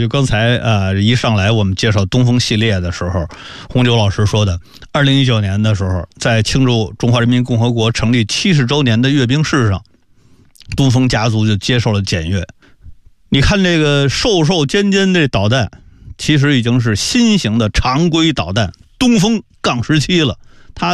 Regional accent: China

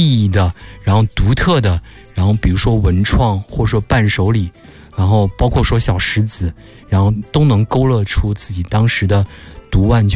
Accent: Beijing, China; 我们北京人喜欢吃烤鸭。

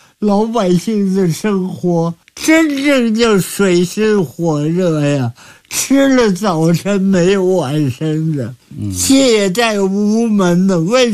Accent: China; 我们作为一个中国人非常骄傲，非常自豪。

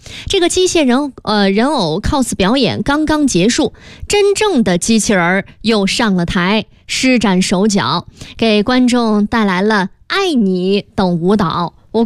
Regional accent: Hebei, China; 但是我们河北的朋友也没少来北京玩嘛。

